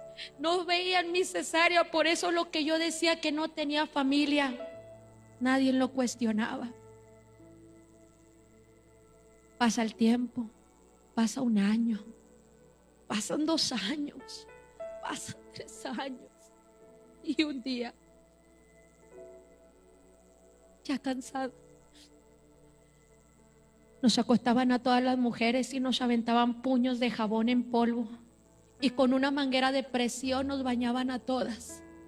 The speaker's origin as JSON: {"language": "Spanish", "country": "Colombia", "said": "Yo, ¿de dónde eres? De Colombia. Siempre era porque me vendían como extranjera."}